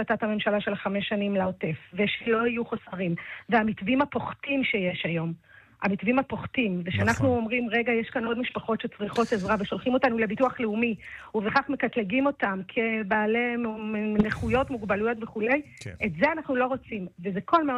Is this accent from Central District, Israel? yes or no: yes; Ramla, Central District, Israel; now in Mazkeret Batya, Israel; אני נולדתי וגדלתי ברמלה.